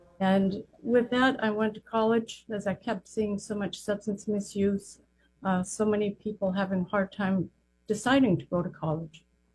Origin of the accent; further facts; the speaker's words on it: Sand Point, Alaska, United States; now in King Cove, United States; I'm from King Cove, originally from Sound Point. I was born and raised on that rock. It's a fabulous place to grow up.